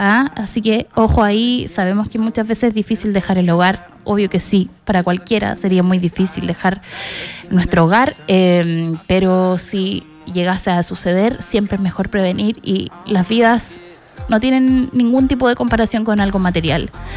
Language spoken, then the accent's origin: Spanish; San Vicente de Tagua Tagua, O'Higgins, Chile; moved away; en mi pueblo, en San Vicente